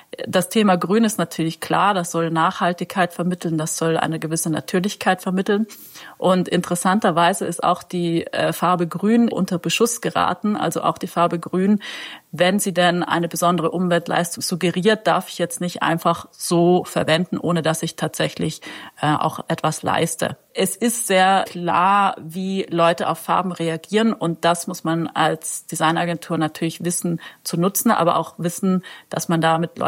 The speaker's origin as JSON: {"language": "German", "region": "Trentino-Alto Adige", "country": "Italy", "said": "ich komme nämlich aus Südtirol und hier gibt es ein Milchunternehmen, das Mieder heißt."}